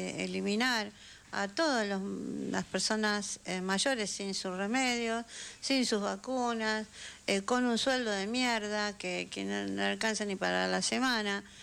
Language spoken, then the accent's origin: Spanish; Argentina